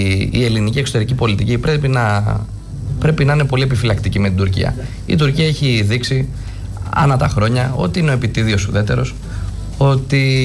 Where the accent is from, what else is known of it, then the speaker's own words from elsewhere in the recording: Greece; Το θέμα είναι εμείς ως Έλληνες τι κάνουμε